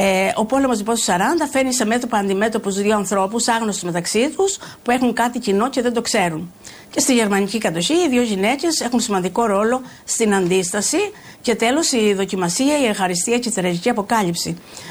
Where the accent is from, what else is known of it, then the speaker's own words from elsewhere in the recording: Ziros, Crete, Greece; moved away as an adult; από τις ιστορίες που άκουγα από τα μικράτα μου μέχρι 22 χρόνια που έφυγε από το χωριό μου τη Ζήρο.